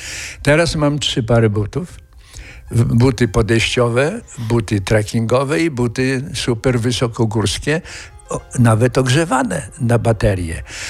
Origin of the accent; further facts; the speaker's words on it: Giżycko, Warmian-Masurian Voivodeship, Poland; moved away as an adult; now in Szklarska Poręba, Poland; mnie wychowało jezioro Niegocin. Ja mieszkałem 5 minut w Giżycku od Niegocina. Od 11 roku życia żeglowałem.